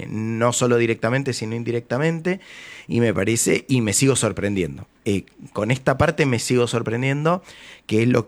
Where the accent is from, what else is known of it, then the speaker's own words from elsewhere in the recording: Mendoza, Argentina; Como cuyano, como mendocino